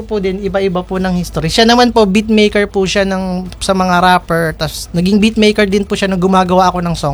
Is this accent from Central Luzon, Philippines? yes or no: yes; Mexico, Central Luzon, Philippines; Ako po, taga Pampanga.